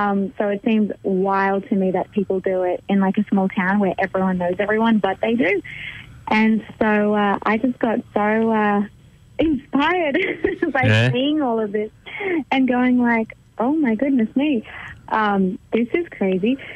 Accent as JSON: {"language": "English", "town": "Sydney", "region": "New South Wales", "country": "Australia", "moved": "yes", "said": "I'm from Sydney. I'm from, like, a big city."}